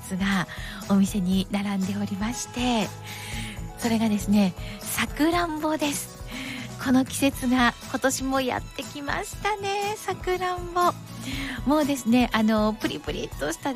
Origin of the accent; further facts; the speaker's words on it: Yamagata, Japan; 私やっぱりあの地元山形 の、ね、あの名産ということもありますので